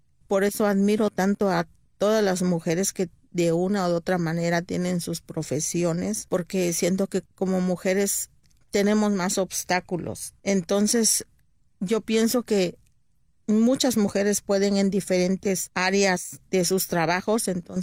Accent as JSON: {"language": "Spanish", "region": "Oaxaca", "country": "Mexico", "said": "yo vengo del estado de Oaxaca y ahí hay muchos artesanos que se dedican a hacer joyería en filigrana"}